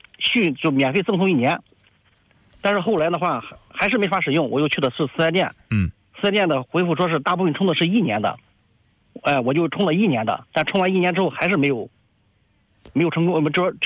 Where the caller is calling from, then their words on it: Jinan, Shandong, China; 我是济南当地的。